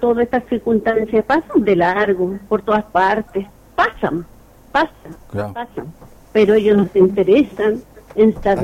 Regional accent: Chile; somos todos chilenos.

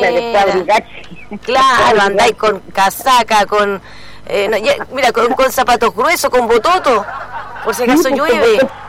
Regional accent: Chile; Somos chilenos, pues

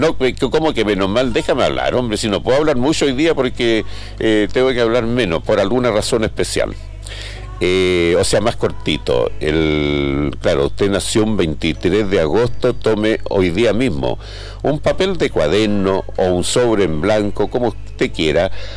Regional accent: Venezuela; now in Chillán, Chile; y vivimos en 21 de mayo, Ultra Estación en Chillán, en ese sector, en esa villa. Yo como buena venezolana escucho mucho Radio Ñuble

